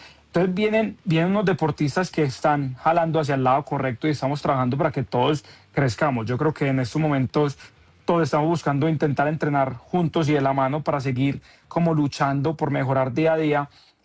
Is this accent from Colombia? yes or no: yes; Colombia; Nosotros vamos a representar a Colombia y demostrarlo de lo que somos capaces los colombianos.